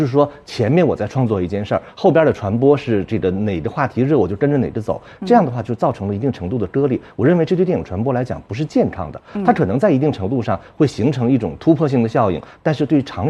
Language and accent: Chinese; China; 我们非常荣幸生活在中国，因为我们作为中国人来讲